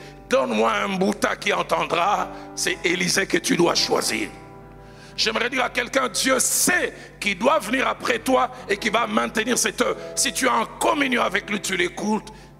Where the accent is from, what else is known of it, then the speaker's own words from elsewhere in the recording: Kinshasa, DR Congo; Chez moi à Kinshasa